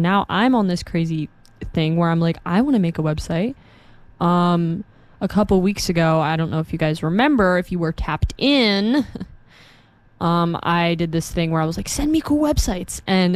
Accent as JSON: {"language": "English", "town": "Philadelphia", "region": "Pennsylvania", "country": "United States", "moved": "yes", "lives_now": "Princeton, United States", "said": "I'm in Princeton right now. I am from Philly."}